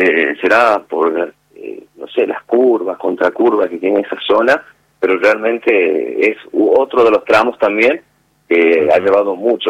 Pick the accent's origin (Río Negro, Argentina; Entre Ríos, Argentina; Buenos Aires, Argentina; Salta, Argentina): Salta, Argentina; Metán; somos de Metal